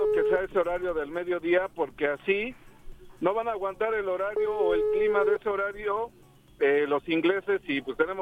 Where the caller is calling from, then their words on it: San Pablo del Monte, Tlaxcala, Mexico; Yo soy de San Pablo del Monte del Polvo.